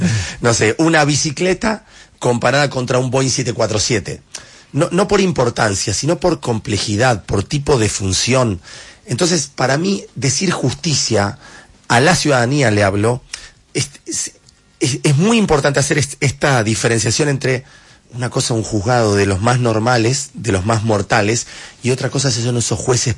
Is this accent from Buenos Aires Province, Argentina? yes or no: no; Neuquén, Argentina; Yo soy neuquino